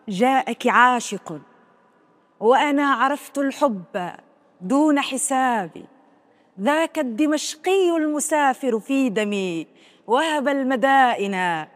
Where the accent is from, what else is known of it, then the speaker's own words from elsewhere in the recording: Tunisia; وأنا قادمة أحمل من تونس رسالة محبة ورسالة أخوة ورسالة صداقة ممتدة بدأها التاريخ وواصلها نزار